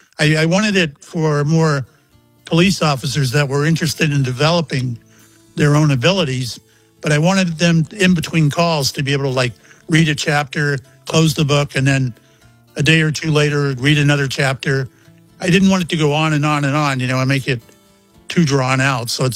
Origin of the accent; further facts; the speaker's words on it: Mayport, Florida, United States; out of my hometown of Mayport, where I live. I live 20 miles from the base.